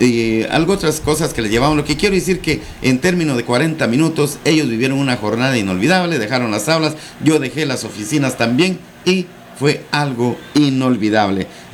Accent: Barberena, Santa Rosa, Guatemala; born there; yo nací en Barberena, Santa Rosa

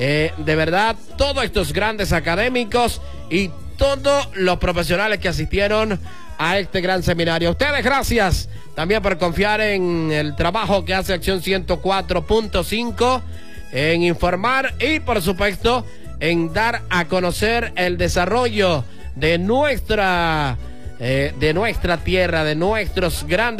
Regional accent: Caribbean coast, Colombia; moved away; como decimos en la costa norte colombiana

